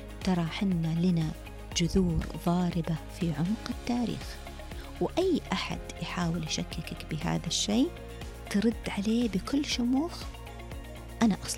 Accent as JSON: {"language": "Arabic", "country": "Saudi Arabia", "said": "من أين أنت، من أي بلد أنت؟ أقول لهم أنا سعودي، أنا سعودية."}